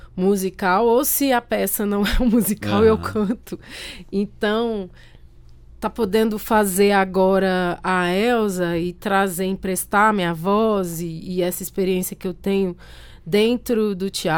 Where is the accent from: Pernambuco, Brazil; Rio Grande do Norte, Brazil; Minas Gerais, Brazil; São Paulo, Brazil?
Minas Gerais, Brazil; Belo Horizonte; Sou de BH, sou mineira.